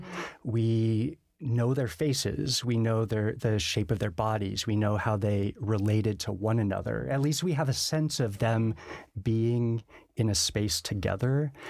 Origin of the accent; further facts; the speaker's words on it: Denver, Colorado, United States; Born and raised in Denver.